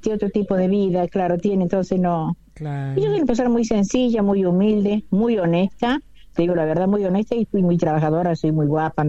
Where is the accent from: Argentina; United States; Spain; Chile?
Argentina; Sebastián Elcano, Córdoba; also born or lived in Buenos Aires; Soy del norte de Córdoba, yo soy de Sebastián Elcano.